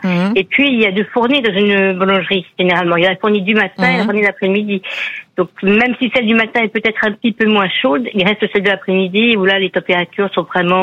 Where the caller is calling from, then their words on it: Louvres, Île-de-France, France; Alors, d'une ville qui s'appelle Louvre.